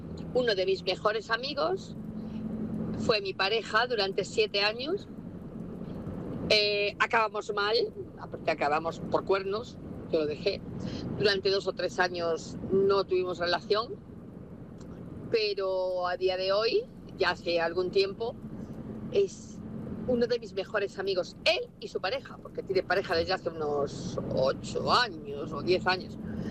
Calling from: Vigo, Galicia, Spain

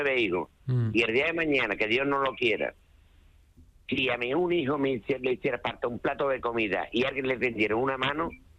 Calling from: Algeciras, Andalusia, Spain; yo soy funcionario del Ayuntamiento de Algeciras.

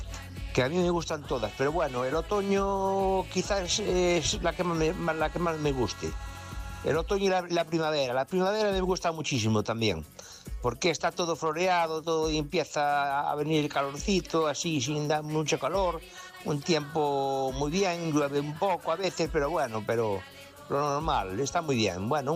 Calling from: Redes, Galicia, Spain; de Redes.

